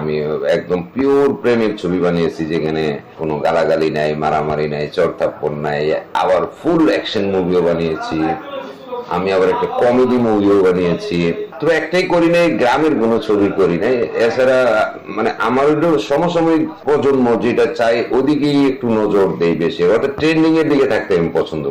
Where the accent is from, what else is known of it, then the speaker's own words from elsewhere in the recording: Brahmanbaria, Chittagong Division, Bangladesh; moved away as an adult; আমার শৈশব কৈশোর কেটেছে বাংলাদেশের সাংস্কৃতিক রাজধানী ব্রাহ্মণবাড়িয়া জেলা শহরে। আমি এই শহরে বড় হয়েছি, লেখাপড়া করেছি, primary, high school, college, degree, শুধু এলএলবি পড়তে আমি ঢাকা আসছিলাম।